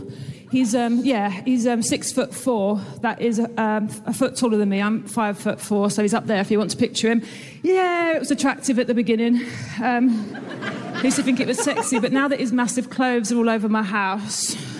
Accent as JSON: {"language": "English", "region": "England", "country": "United Kingdom", "said": "I'm here from England."}